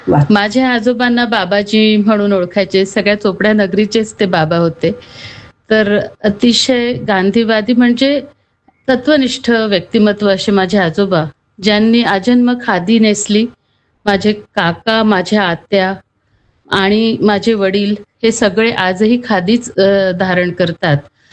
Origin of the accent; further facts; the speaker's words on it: Chopda, Maharashtra, India; माझं माहेर जळगाव जिल्ह्यातलं चोपडा येथील. आम्ही सगळे मोठ्या एकत्र कुटुंबात वाढलो